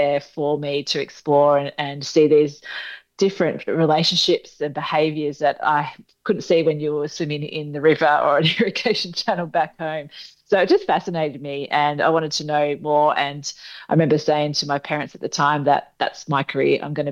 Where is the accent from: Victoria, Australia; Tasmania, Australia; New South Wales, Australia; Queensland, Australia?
Victoria, Australia; Kyabram; moved away; Yeah, so my hometown is Kyabram, which is a regional town up in northern Victoria. So it's about a 3-4 hour drive from the nearest coastal area.